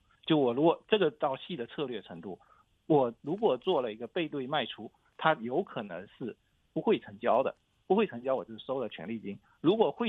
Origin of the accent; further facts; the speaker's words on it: South China, China; accent: South China; 啊，对的。